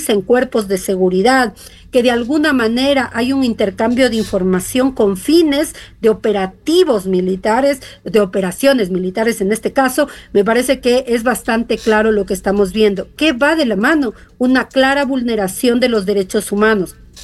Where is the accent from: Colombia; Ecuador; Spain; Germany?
Ecuador